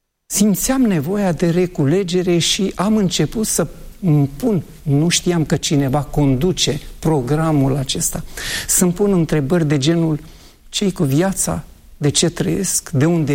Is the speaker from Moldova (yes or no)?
no; Argeș, Romania; din județul Argeș, de unde sunt eu de fel, dintr-o localitate între Pitești și Slatina. Pe acolo, pe undeva, este o localitate rurală, acum și cu Biserica Adventistă